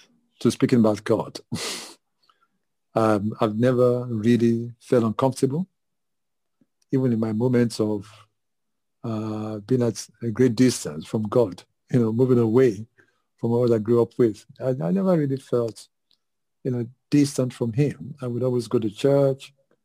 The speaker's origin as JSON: {"language": "English", "region": "Lagos", "country": "Nigeria", "tie": "born there", "also_born_or_lived": "Ibadan / Ile-Ife", "said": "I grew up with my grandparents. Initial years of growth were with my grandparents. My mother was in Ibadan, but anyway, I grew up in Lagos."}